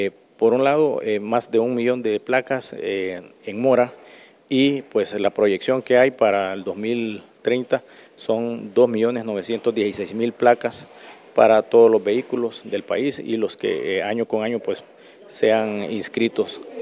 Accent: Honduras

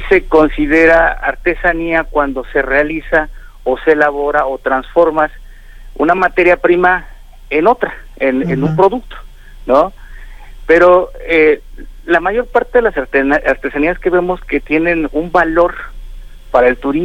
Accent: Landa de Matamoros, Querétaro, Mexico; somos el municipio de Landa es uno de los municipios que tiene parte de la Huasteca

